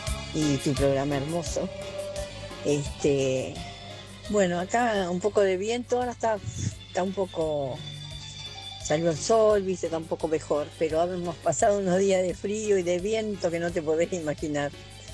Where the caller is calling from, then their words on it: General Belgrano, Buenos Aires Province, Argentina; de General Belgrano.